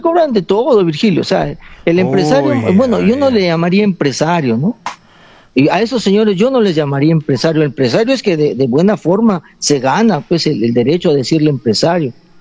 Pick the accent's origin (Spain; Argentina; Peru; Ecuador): Peru; somos peruanos